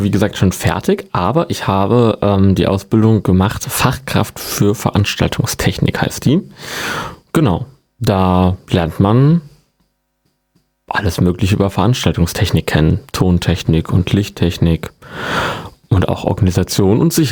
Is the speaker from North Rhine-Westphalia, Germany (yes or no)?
no; Reichensachsen, Hesse, Germany; also born or lived in Witzenhausen; Ich komme aus Reichensachsen. Bin in Reichensachsen groß geworden, genau. Geboren aber in Witzenhausen.